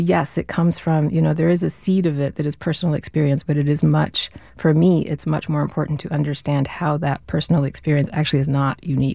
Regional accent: Venezuela; born or raised there

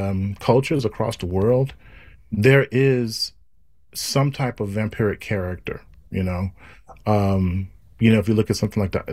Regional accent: Mississippi, United States; you know, I'm from Mississippi, and I grew up with the blues

